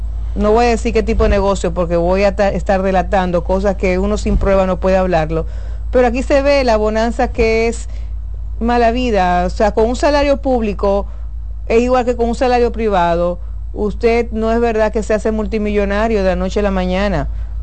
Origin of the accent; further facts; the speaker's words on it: Dominican Republic; Todavía nosotros como dominicanos no le damos el real valor que tiene el voto